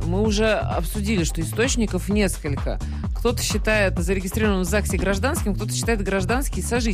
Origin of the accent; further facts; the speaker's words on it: Belarus; Я из Беларуси, у нас по закону, если попадешь в больницу в тяжелом состоянии, второй половине не сообщат об этом и не пустят тоже.